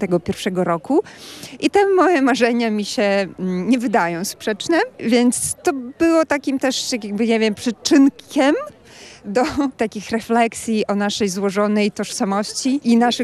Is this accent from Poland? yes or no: no; Ukraine; now in Kyiv, Ukraine; jako Ukrainka przeżywająca wojnę w Kijowie od 4 lat